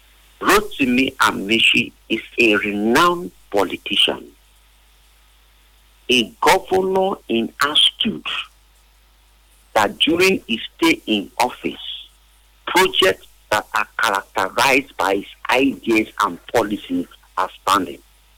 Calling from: Port Harcourt, Rivers, Nigeria; I'm calling you from Port Harcourt.

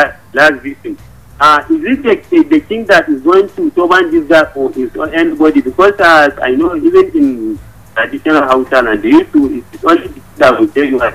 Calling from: Nigeria; calling from Tunwada.

